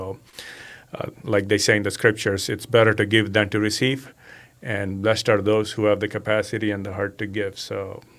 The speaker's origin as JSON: {"language": "English", "country": "India", "tie": "born or raised there", "moved": "as an adult", "said": "I grew up in India and started volunteering when I was very young"}